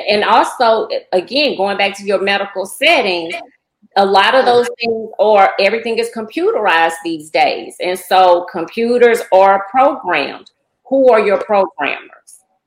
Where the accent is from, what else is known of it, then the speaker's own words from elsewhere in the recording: Louisiana, United States; I was not from the Middle East, I was not Muslim, that I was a Black woman from South Louisiana. With natural hair.